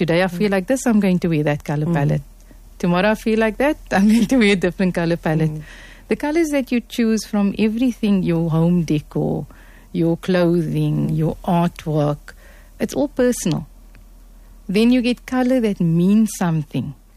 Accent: Cape Town, Western Cape, South Africa; You know, we come from Cape Town, and when I grew up and how I grew up wasn't, we were exposed to Arabic.

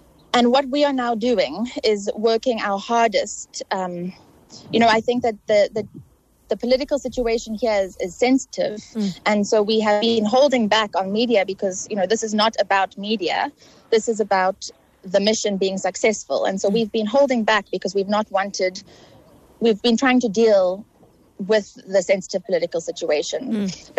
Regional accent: South Africa; as a South African, I carry that very close to my heart in this mission

